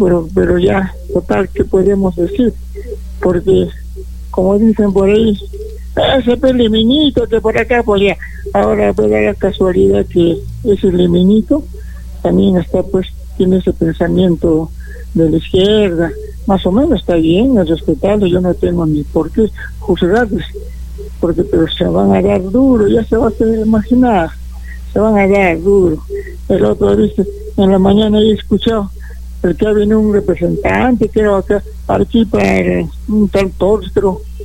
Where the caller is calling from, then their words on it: Peru; todos somos peruanos